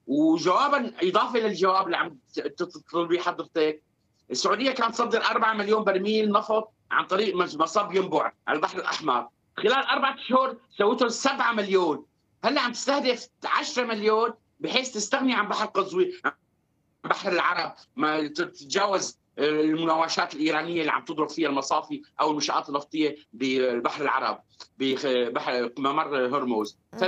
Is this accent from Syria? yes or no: yes; Syria; انا كمفاوض سوري